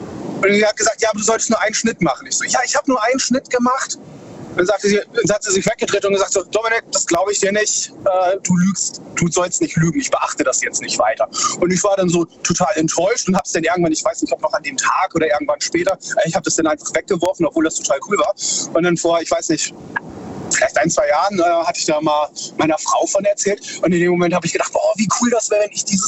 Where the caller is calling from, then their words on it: Baden-Württemberg, Germany; Ich bin aus zwischen Heidelberg und Karlsruhe.